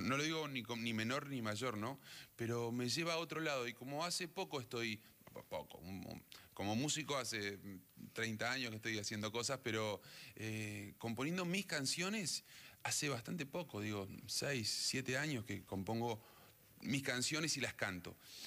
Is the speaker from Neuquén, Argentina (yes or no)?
yes; Cutral Có, Neuquén, Argentina; now in Buenos Aires, Argentina; Yo soy de Cutralcó, Neuquén.